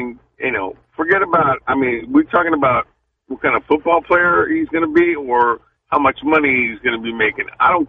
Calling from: Bay Area, California, United States; Yeah, I'm from the Bay Area, brother.

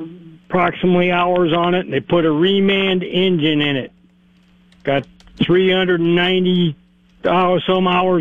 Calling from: Lynn Grove, Iowa, United States; from Lynn Grove, Iowa.

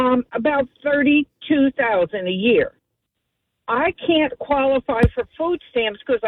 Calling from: Trenton, New Jersey, United States; I am in Trenton, where I am living, and I am a senior citizen, 79

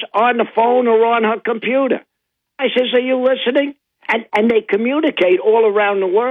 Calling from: Susquehanna, Pennsylvania, United States; from Susquehanna.

